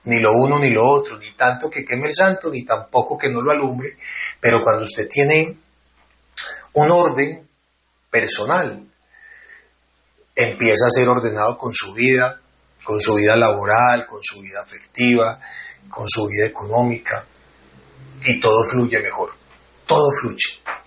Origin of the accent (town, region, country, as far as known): Colombia